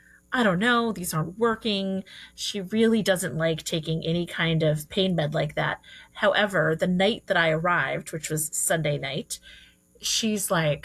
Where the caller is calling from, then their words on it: Newtown, Pennsylvania, United States; And so here I am dialing in from Newtown, Pennsylvania.